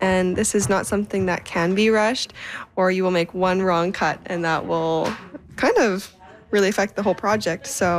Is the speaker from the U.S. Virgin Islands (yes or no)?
no; Vancouver, British Columbia, Canada; I'm from Greater Vancouver, British Columbia, but my mother is from Hong Kong.